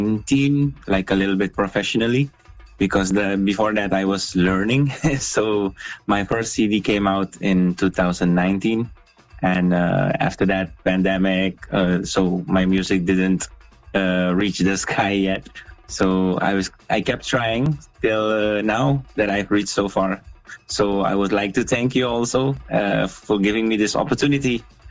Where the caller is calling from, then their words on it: Suriname; I'm calling from Suriname.